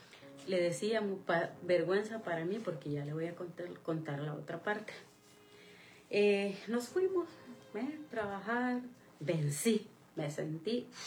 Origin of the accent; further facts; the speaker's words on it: El Salvador; Para los que no saben, soy salvadoreña